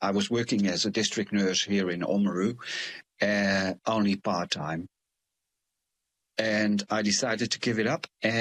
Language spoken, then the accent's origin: English; Netherlands; English is a second language; moved away as an adult; now in New Zealand; I'm from the Netherlands, where people can be quite direct.